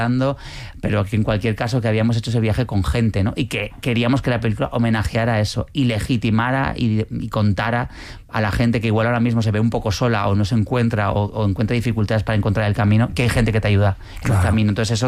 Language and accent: Spanish; Pamplona, Navarre, Spain; born there; now in Madrid, Spain; porque al final yo nací en Pamplona, viajé a Madrid en el año 98